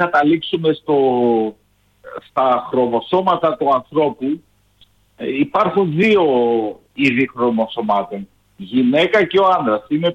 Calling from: Kilkis, Central Macedonia, Greece; είμαι από Κιλκής

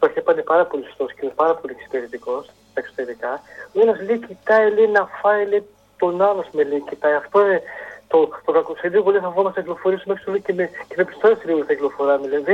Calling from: Thessaloniki, Central Macedonia, Greece; Μιχάλη, από Χαριλάο.

